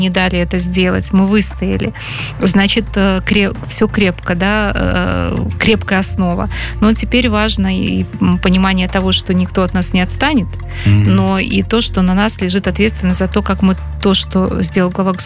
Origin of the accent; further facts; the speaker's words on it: Belarus; наше ощущение белорусскости тем, что мы белорусы. Неважно даже какой мы национальности, мы живем на территории этой страны, мы ощущаем эту страну как свою родную